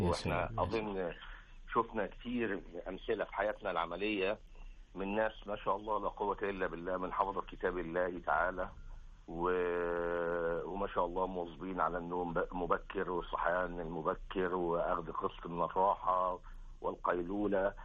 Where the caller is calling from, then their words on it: Riyadh, Riyadh Province, Saudi Arabia; أنا من الرياض.